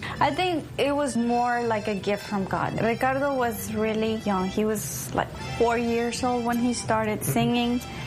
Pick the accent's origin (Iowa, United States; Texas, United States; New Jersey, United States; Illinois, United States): Texas, United States; Houston; We are from Houston, Texas.